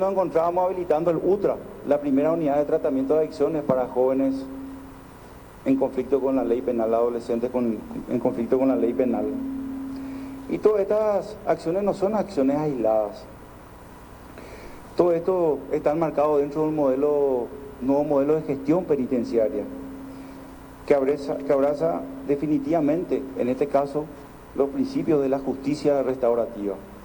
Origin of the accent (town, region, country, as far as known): Paraguay